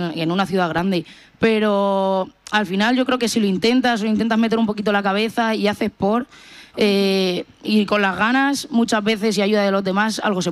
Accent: Madrid, Community of Madrid, Spain; Realmente yo soy de Madrid. O sea, yo vivir y nacer, nací en Madrid.

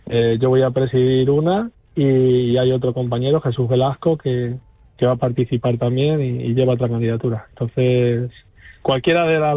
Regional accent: Castilla-La Mancha, Spain; ya de por sí somos castellano-manchegos

